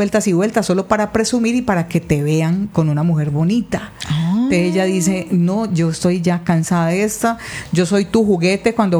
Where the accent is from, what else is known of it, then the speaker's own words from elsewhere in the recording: Buga, Valle del Cauca, Colombia; Un besito, Patricia, desde Buga, mi tierrita.